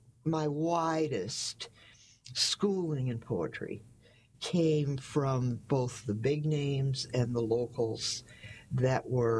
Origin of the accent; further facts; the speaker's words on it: Michigan, United States; also born or lived in New Jersey, United States; I've only lived here for 11 years in the Plymouth area. I grew up in Michigan, and then I lived in New Jersey for many